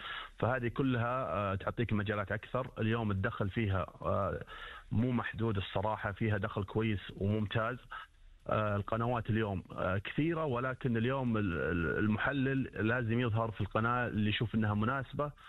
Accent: Saudi Arabia; عندنا في المملكة العربية السعودية

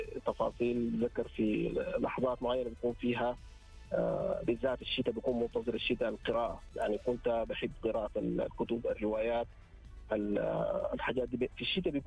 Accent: Sudan; now in Saudi Arabia; عندنا في السودان

